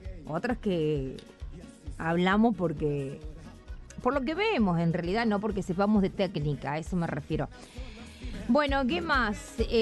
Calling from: Alta Gracia, Córdoba, Argentina; de Alta Gracia.

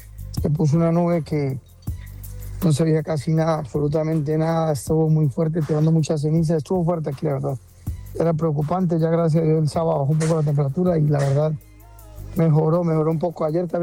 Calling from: Madrid, Community of Madrid, Spain; Un saludo aquí de Madrid

